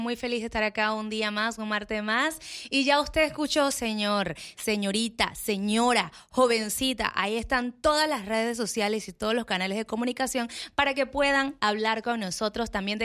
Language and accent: Spanish; Panama; Yo como panameña